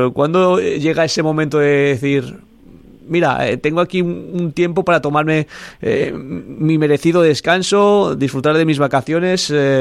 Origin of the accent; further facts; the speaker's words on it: Valencia, Valencian Community, Spain